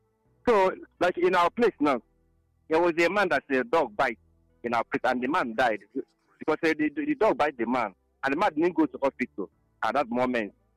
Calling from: Enugu State, Nigeria; So I'm calling from Morolo in the local government area of Enugu State.

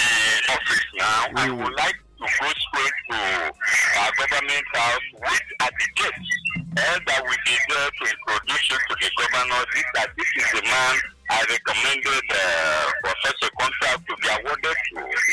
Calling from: Enugu, Enugu State, Nigeria; I'm calling from Ababanike Enugu.

